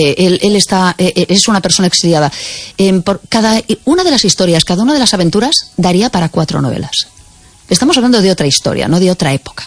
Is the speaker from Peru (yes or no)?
no; A Coruña, Galicia, Spain; now in Rías Baixas, Spain; Yo soy coruñesa, estoy afincada ahora en las Rías Baixas